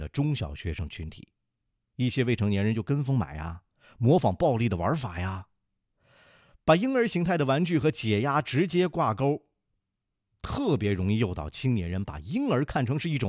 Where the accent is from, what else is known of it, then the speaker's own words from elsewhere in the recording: Gansu, China; moved away; 我的家乡甘肃